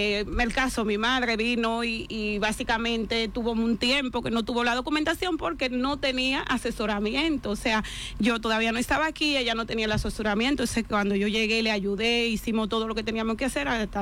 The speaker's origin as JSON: {"language": "Spanish", "country": "Dominican Republic", "moved": "yes", "lives_now": "Alcobendas, Spain"}